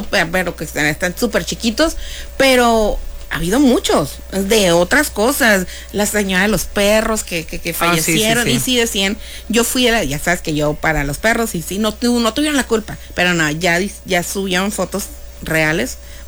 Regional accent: Mexico

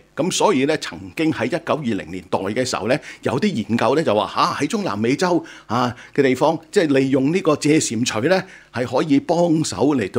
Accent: China; 我哋中國人咧中意食田雞啦

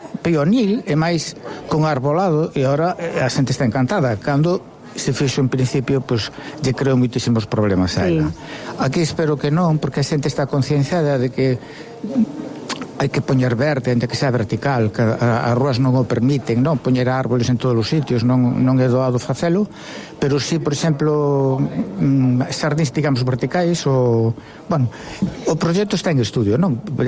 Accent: A Coruña, Galicia, Spain; Non, eu non sei que deixen outro día que somos de Coruña

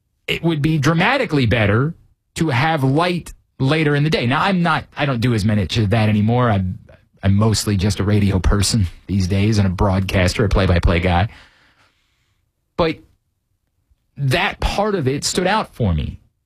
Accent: Kingsville, Maryland, United States; when I was growing up in Kingsville going to Perry Hall High School.

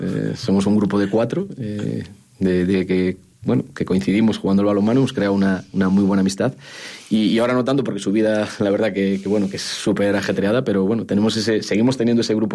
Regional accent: Ribadavia, Galicia, Spain; un pueblo pequeño como mi pueblo, como Rivadavia

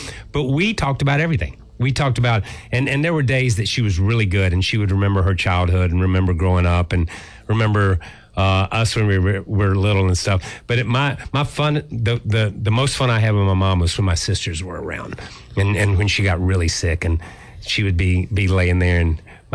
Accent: the South, United States; First, I'm from the South. And if you're from the South, you call your mom every day, no matter what.

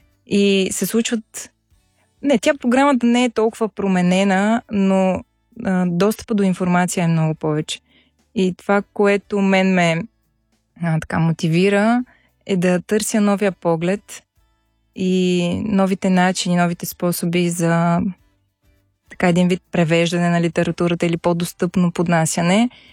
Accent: Sandanski, Blagoevgrad Province, Bulgaria; да, аз съм от Сандански и съм много щастлива да бъда тук.

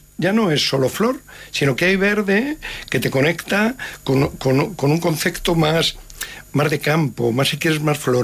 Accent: Castilla-La Mancha, Spain; moved away; lo voy a decir el manchego

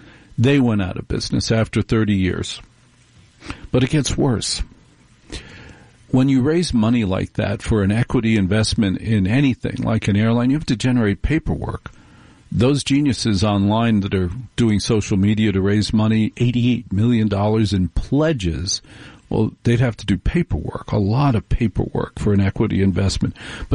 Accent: New Jersey, United States; You know, I grew up in Jersey. I could never say Domino's.

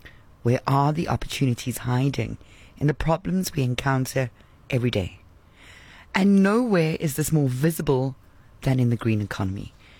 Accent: South Africa; But as a South African, we certainly have no shortage of problems to solve.

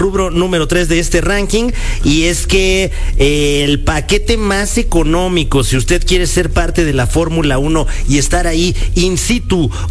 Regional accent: Mexico; las que nos interesan como mexicanos

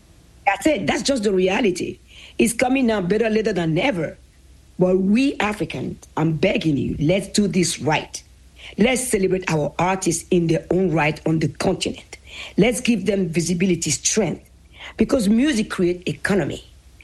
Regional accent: Benin; I'm still that curious little girl growing up in Benin asking relentlessly questions.

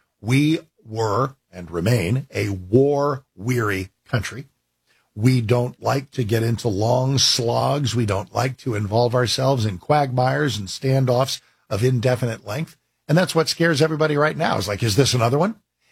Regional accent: United States; but just as an American, as a person, I'd like sanity returned to the Middle East.

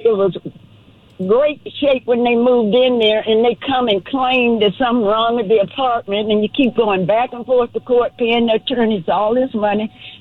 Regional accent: Los Angeles, California, United States; Hi, I am from Los Angeles.

